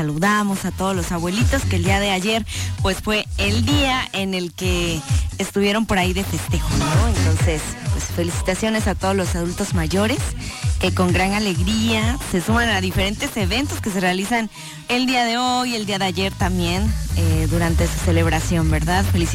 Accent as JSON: {"language": "Spanish", "country": "Mexico"}